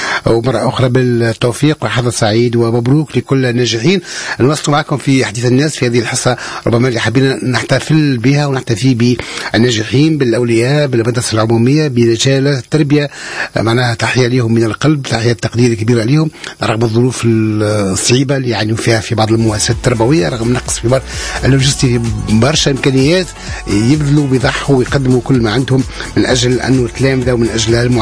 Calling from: Ben Guerdane, Medenine, Tunisia

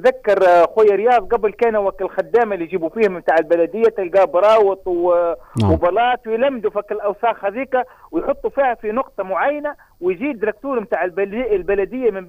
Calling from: Kebili Governorate, Tunisia; تلفول من قبلي.

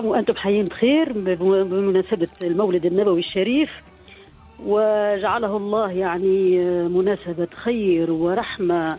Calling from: Tunis, Tunis Governorate, Tunisia

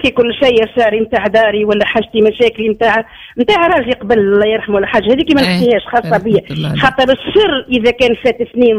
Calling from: Mahres, Sfax Governorate, Tunisia

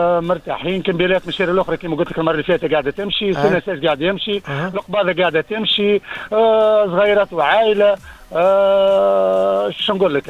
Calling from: Tunisia; من بوليفه

